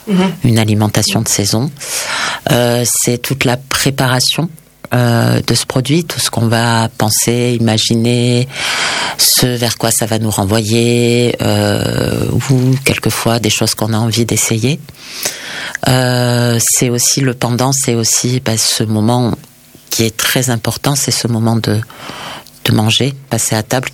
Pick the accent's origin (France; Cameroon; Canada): France; Briançon, Provence-Alpes-Côte d'Azur; now in Toulouse, France; j'ai grandi aussi à la frontière italienne. Moi, je suis née, j'ai grandi à Briançon. Donc, on n'est pas très, très loin. On est à une petite heure, toute petite heure de route de Turin.